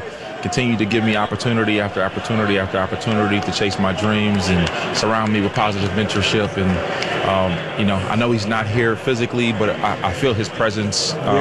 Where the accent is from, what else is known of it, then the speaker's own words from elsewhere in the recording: Minnesota, United States; Well, I'm from Minnesota, so it's not like growing up in Houston or Dallas or Miami